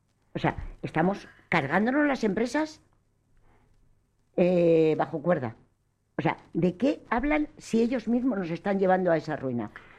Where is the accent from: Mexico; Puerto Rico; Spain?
Spain; Yo es que no soy inglesa, soy española.